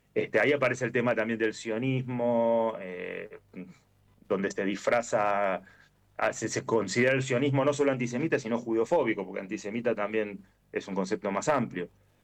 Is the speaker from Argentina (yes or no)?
yes; Argentina; como argentinos tenemos que hacernos cargo